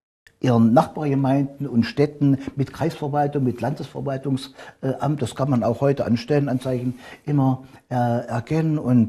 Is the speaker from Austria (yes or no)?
no; Hergesdorf, Germany; Ich war 21 Jahre Bürgermeister in meiner Heimatgemeinde Hergesdorf.